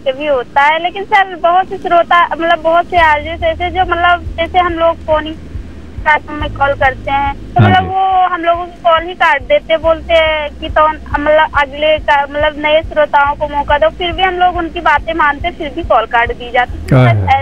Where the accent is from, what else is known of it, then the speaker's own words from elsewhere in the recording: Jagdishpur, Uttar Pradesh, India; मेरा गांव है जगदीशपुर, जो सीवर के पास में पड़ता है, और हमारा जिला रायबरेली है।